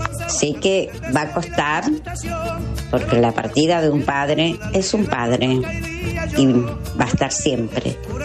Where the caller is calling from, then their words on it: Lomas de Zamora, Buenos Aires Province, Argentina; de Loma Zamora, mi DNI 671.